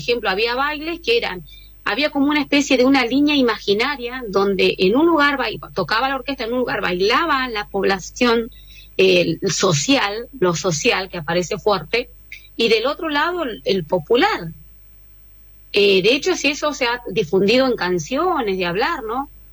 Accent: Balcheta, Río Negro, Argentina; mi familia, toda mi familia está en Balcheta. Balcheta es mi tierra, mi lugar, porque mi familia es de la meseta Somuncurá.

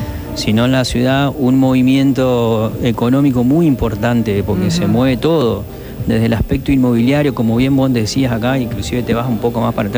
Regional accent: Concepción del Uruguay, Entre Ríos, Argentina; also born or lived in Villaguay; Y yo llegué de Villaguay en el 2003 a Concepción. Yo soy de acá

